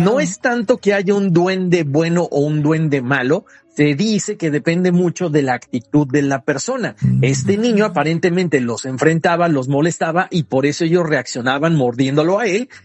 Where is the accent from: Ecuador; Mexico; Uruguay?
Mexico; Oaxaca; yo soy de Oaxaca.